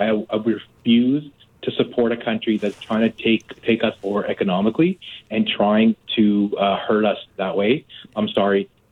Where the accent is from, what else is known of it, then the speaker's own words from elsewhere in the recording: Canada; But I know as a Canadian, I'm here to support my country, and I would refuse to go to the U.S.